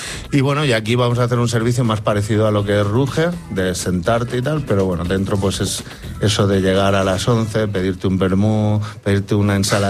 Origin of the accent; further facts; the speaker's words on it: Murcia, Region of Murcia, Spain; now in Madrid, Spain; yo soy de Murcia, con ascendencia alicantina, valenciana y balear.